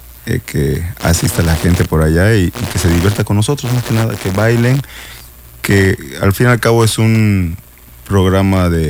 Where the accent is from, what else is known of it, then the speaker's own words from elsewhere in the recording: Mexico; nosotros que somos los mexicanos.